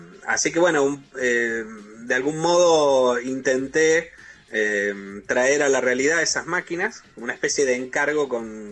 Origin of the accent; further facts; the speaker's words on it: Córdoba, Argentina; Córdoba, que es de donde soy yo